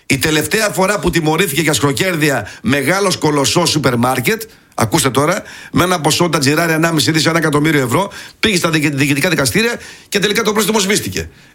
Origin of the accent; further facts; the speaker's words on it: Germany; γιατί εγώ μεγάλωσα στη Γερμανία, γνωρίζω τη Γερμανία αρκετά καλά, εν πάση περιπτώσει.